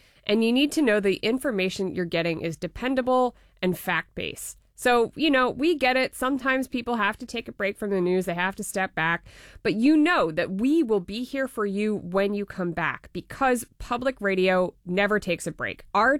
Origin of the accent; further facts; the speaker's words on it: Annapolis, Maryland, United States; So I grew up in Maryland. I grew up in Annapolis, and I grew up listening to WYPR.